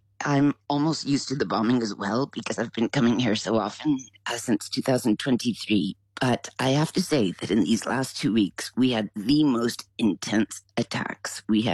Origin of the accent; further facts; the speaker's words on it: Canada; So I'm very proud of my Canadian roots. I grew up in Canada in a Ukrainian community.